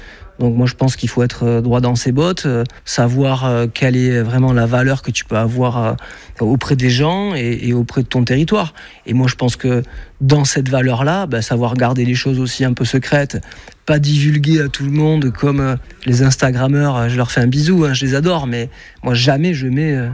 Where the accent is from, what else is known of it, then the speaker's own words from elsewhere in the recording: Oloron-Sainte-Marie, Nouvelle-Aquitaine, France; now in Pau, France; voilà, je suis palois, j'ai grandi à Oloron, Biarnès, Cap et tout.